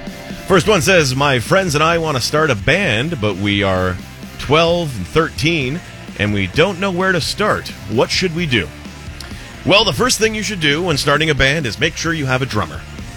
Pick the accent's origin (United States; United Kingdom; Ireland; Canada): Canada; Montreal, Quebec; I was still living in my hometown of Montreal, and my friend and I drove down the night before.